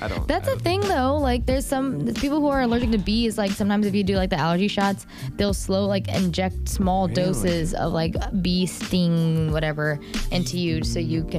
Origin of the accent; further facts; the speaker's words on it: California, United States; moved away; I come from California and it's 80 degrees over there right now.